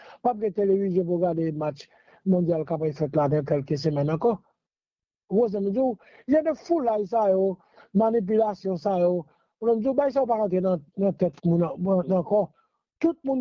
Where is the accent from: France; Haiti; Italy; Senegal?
Haiti; moi même je suis haïtien moi mais Haïti moi mes pays